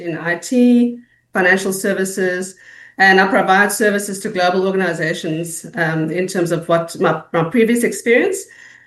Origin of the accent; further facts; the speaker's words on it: Cape Town, Western Cape, South Africa; moved away as an adult; now in Philippines; South Africa, I'm from Cape Town in South Africa, which is right at the tip of the African continent.